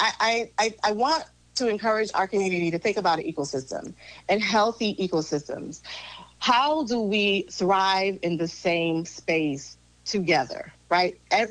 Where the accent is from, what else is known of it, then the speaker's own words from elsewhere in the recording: North Carolina, United States; Because back in the day when we were growing up in Vance County, Tracy and I, we grew up here, different.